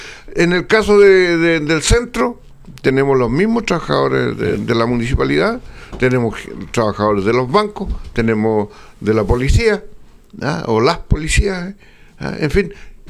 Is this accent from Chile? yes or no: yes; Chile